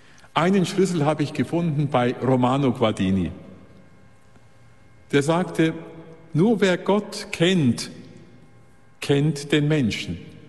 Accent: Kronach, Bavaria, Germany; born there; Ich bin ja in der Nähe von Bamberg geboren, in Kronach

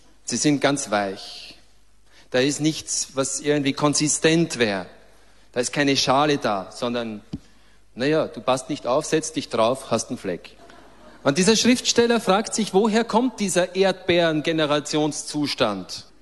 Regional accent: Styria, Austria; Ich bin ja Steirer.

